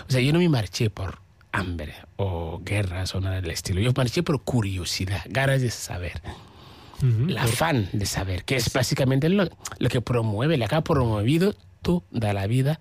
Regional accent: Ghana; moved away as an adult; now in Spain; Llegué a Libia, salí de Ghana, tardé 3 meses sin llegar a Libia y luego llegué a España en 2005, o sea, 5 años de viaje.

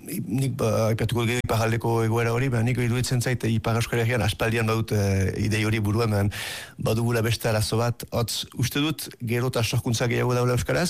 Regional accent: Bayonne, Nouvelle-Aquitaine, France; bizitzea eskualde batean, Baiona bezalako hiri batean, txikia nintzenean, nun euskaldunak girela ehuneko amaja edorako zerbait

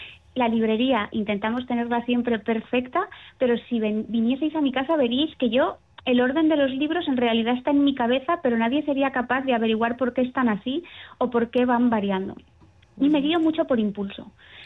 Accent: Valencian Community, Spain; yo también soy valenciana.

